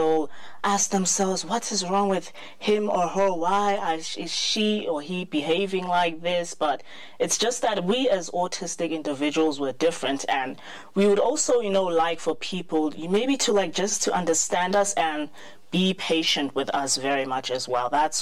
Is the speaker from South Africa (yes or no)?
yes; Soweto, Gauteng, South Africa; I'm originally from Soweto.